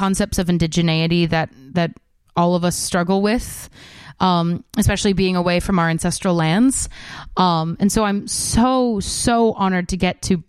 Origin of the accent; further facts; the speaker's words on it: Hawaii, United States; now in New York, United States; I am Native Hawaiian